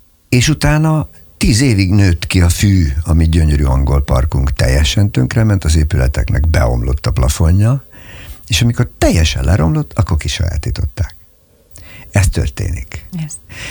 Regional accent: Hungary; egy hatalmas angol parkban nőttem föl, két kastélyban, aminek az egyik vége a Balaton volt. Édesanyám üdülővezető volt.

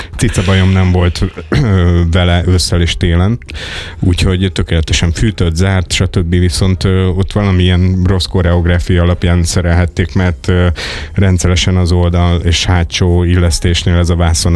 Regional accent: Zala, Hungary; én ott nőttem föl Zala megyébe, és konkrétan ismerem ezt a falut

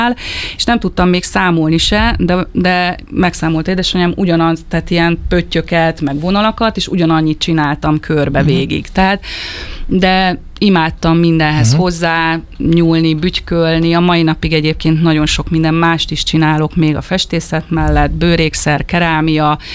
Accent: Budapest, Hungary; born there; moved away as an adult; now in Nagykanizsa, Hungary; pesti születésű vagyok, néhány éve költöztünk vidékre

